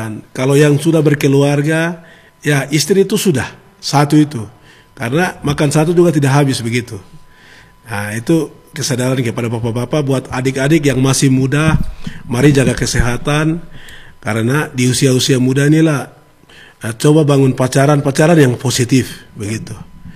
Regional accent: Highland Papua, Indonesia; saya juga anak daerah di sini

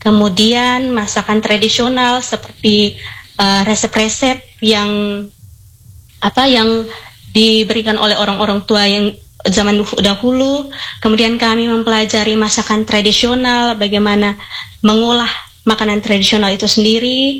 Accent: Flores, East Nusa Tenggara, Indonesia

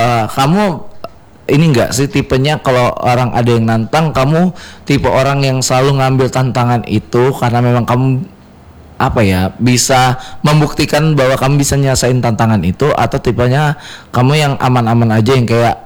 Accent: Samarinda, East Kalimantan, Indonesia; moved away; aku ya orang Jawa tapi gak bisa bahasa Jawa yang fluent karena tinggal besarnya kan di Samarinda

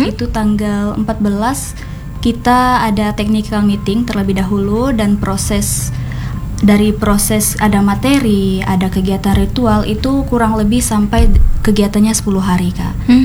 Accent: West Kalimantan, Indonesia; now in Pontianak, Indonesia; Kalau saya aslinya dari Kabupaten Kapuasulu

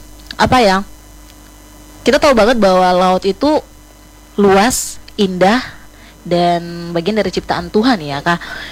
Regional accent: Ambon, Maluku, Indonesia; saya asli bukan asli sih, tapi lahir besar di Ambon, tapi papa orang Banda, mamanya Buru Selatan gitu.

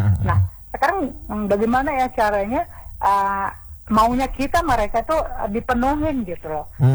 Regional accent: Aceh, Indonesia; bagaimana maunya kita orang Aceh ini maunya orang Aceh dipenuhin sama inspektornya

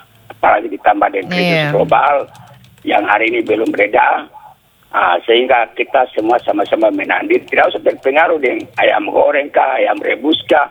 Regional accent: Papua, Indonesia; kita orang Papua ini pintar.

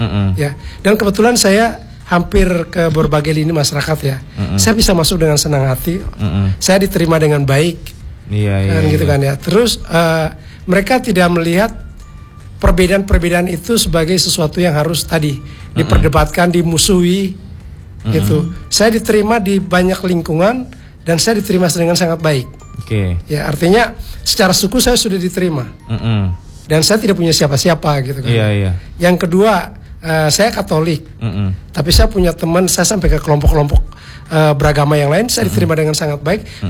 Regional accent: East Nusa Tenggara, Indonesia; moved away as an adult; now in Lampung, Indonesia; Ya, kalau keberagaman saya asli Flores ya. Saya 28 tahun di Lampung.

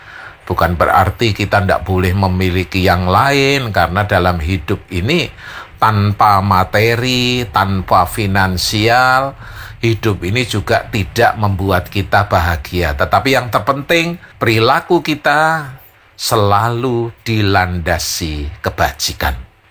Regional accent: Surakarta, Central Java, Indonesia; kita ini orang Solo.

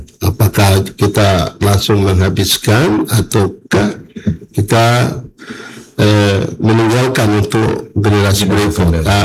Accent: Papua, Indonesia; kita orang Papua

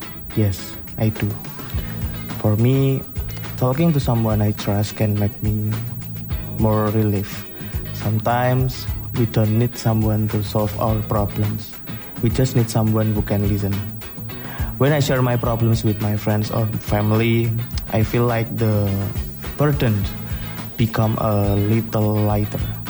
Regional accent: Sragen, Central Java, Indonesia; English is a second language; I'm from Sragen.

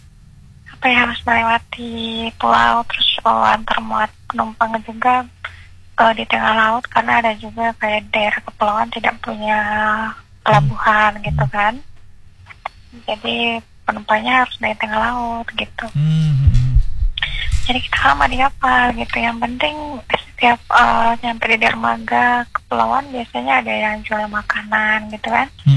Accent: Sulawesi, Indonesia; now in Maluku, Indonesia; Kalau saya mah orang Sulawesi

